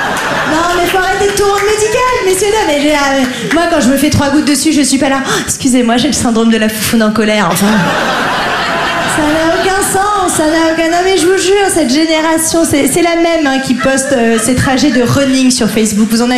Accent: Grand Est, France; Voilà, je n'ai jamais reçu de pression et j'ai grandi en Lorraine.

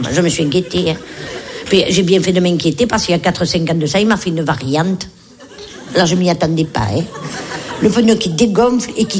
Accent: Nice, Provence-Alpes-Côte d'Azur, France

